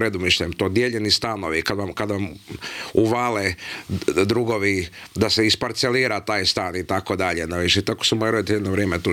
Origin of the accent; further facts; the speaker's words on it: Zagreb, City of Zagreb, Croatia; kako sam dolazio iz Novog Zagreba, ja sam u Sigetu odrastao, tu sam rođen u centru, na Medveščaku